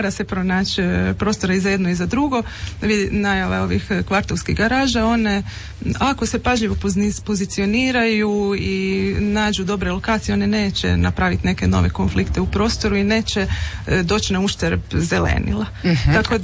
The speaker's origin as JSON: {"language": "Croatian", "town": "Kostrena", "region": "Primorje-Gorski Kotar County", "country": "Croatia", "also_born_or_lived": "Zagreb", "moved": "as an adult", "lives_now": "Rijeka, Croatia", "said": "ja sam iz Kostrene."}